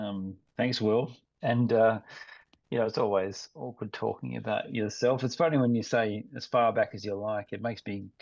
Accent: Tasmania, Australia; now in Castlemaine, Australia; where I grew up in Tasmania

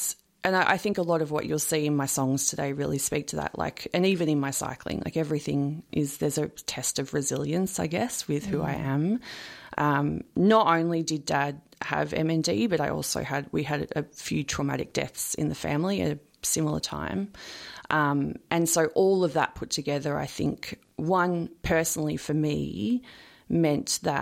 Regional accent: Narre Warren North, Victoria, Australia; born there; also born or lived in Emerald, Victoria; So we moved to the suburbs, hence my inner Bogan suburb girl. So I grew up in Narre Warren, North, yep. Berwick area, went to Berwick High.

